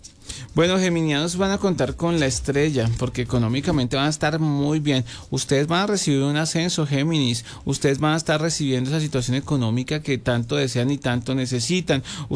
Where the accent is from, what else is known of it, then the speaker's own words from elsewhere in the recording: Colombia; tenemos más fuerte nuestra oración como ser, como colombianos